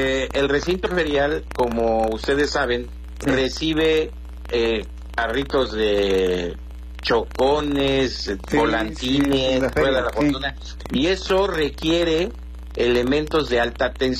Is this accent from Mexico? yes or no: yes; Chilpancingo, Guerrero, Mexico; Los que somos de Chilpancingo